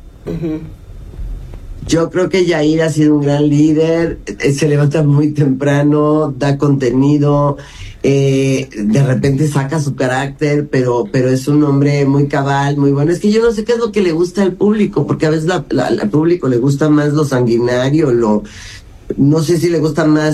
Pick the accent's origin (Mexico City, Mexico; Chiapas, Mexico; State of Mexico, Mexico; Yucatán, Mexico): Mexico City, Mexico; Popotla; also born or lived in Brazil; cuando llegamos de Brasil, que se murió mi papá, nos fuimos a vivir a una vecindad, a Clavería, que está al lado de Azcapotzalco, donde hice la preparatoria, crecí en Popotla